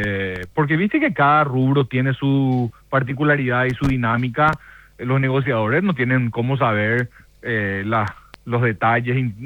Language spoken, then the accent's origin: Spanish; Paraguay